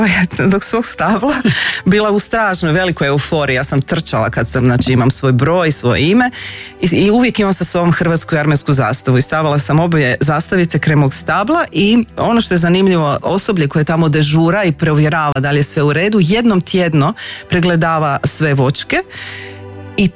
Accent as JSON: {"language": "Croatian", "country": "Croatia", "said": "ja sam iz Hrvatske"}